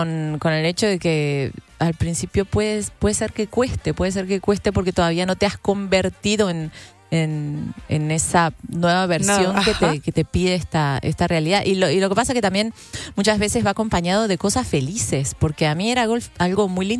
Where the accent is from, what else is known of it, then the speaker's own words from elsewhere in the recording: Córdoba, Argentina; moved away as an adult; now in Mexico City, Mexico; me recuerda mucho a mi ciudad, a Córdoba, la montaña cerca, el cantadito particular